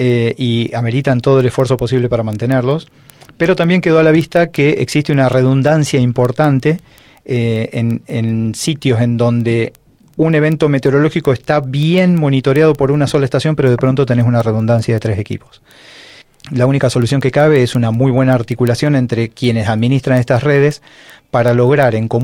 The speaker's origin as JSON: {"language": "Spanish", "country": "Argentina", "said": "Somos Argentina"}